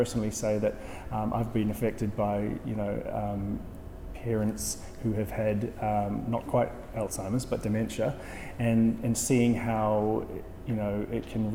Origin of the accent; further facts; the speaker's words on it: Philippines; Also, being a Filipino and two Filipino artists and living up to that.